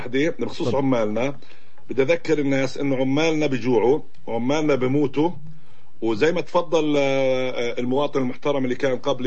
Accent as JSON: {"language": "Arabic", "region": "West Bank", "country": "Palestine", "said": "عندنا في الضفة الغربية"}